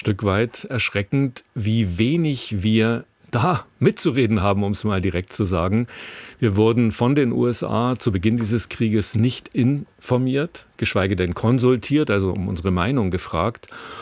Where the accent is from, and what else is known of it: Germany